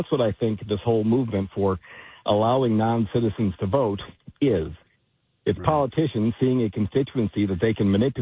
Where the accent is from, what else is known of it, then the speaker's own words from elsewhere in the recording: Wisconsin, United States; born there; I was born in Wisconsin.